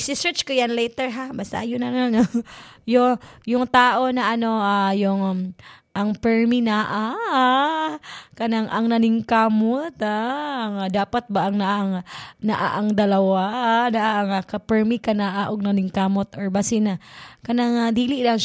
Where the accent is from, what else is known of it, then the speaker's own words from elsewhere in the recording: Central Visayas, Philippines; born there; accent: Bisaya; also born or lived in Tagalog-speaking region; noon magaling ako noon Tagalog kasi Tagalog talaga ako noon, pero lumaki na ako dito sa Bohol kaya yung Tagalog ko parang ano na … yung Bisaya accent.